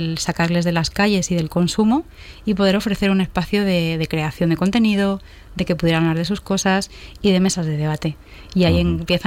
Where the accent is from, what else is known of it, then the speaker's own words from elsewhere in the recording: Madrid, Community of Madrid, Spain; moved away as an adult; now in Almería, Spain; Yo soy natural de Madrid